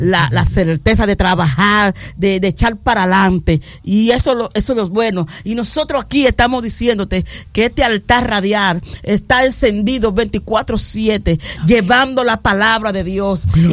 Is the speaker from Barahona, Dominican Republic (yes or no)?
no; La Altagracia, Dominican Republic; somos de Saona, que me complace decir que también soy saonero. Soy saonera o saonero.